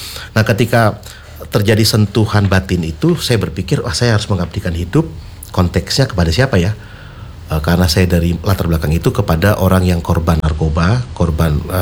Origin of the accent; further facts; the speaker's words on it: North Sulawesi, Indonesia; born there; also born or lived in Jakarta; now in Semarang, Indonesia; saya lahir dalam suku Minahasa atau Manado, Sulawesi Utara.